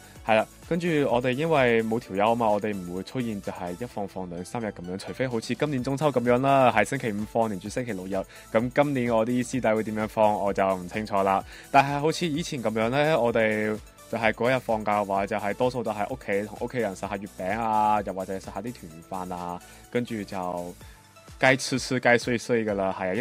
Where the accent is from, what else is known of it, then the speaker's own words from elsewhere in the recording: Macau; 我系嚟自中国澳门嘅 … ，亦都系吴宏奎嘅好同学啊。